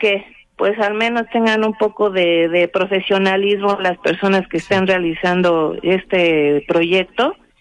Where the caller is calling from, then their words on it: Hidalgo, Mexico; soy de habitante de Rincones de la Hacienda, tercera sección.